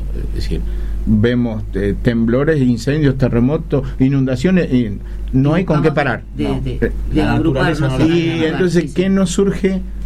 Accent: Salta, Argentina; yo soy salteño por esto.

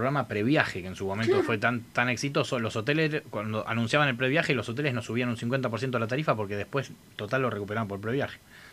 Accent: Argentina; somos un país joven

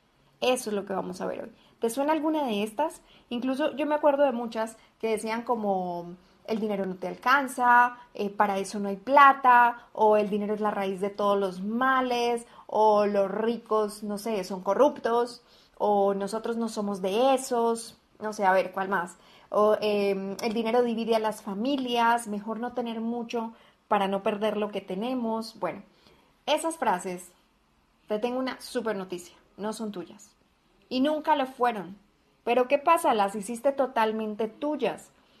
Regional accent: Colombia; now in Guadalajara, Mexico; colombiana viviendo en Guadalajara, México.

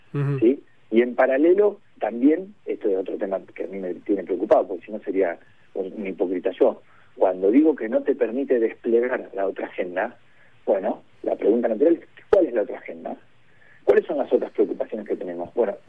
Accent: Argentina; lo digo como argentino

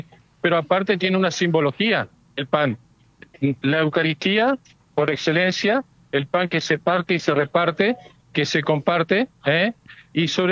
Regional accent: Paraná, Entre Ríos, Argentina; also born or lived in Tucumán; Yo soy de acá de Paraná. Acá vecino de Casi Bucetich.

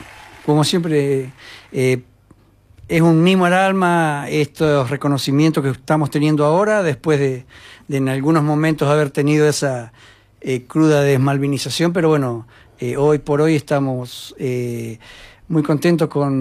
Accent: General Pico, La Pampa, Argentina; moved away as an adult; now in Santa Rosa, Argentina; yo soy de Pico y me vine en el 88 a Santa Rosa.

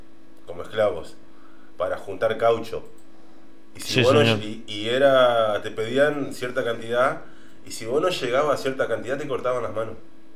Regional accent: Argentina; somos argentinos, vamos, no somos tibios los argentinos.

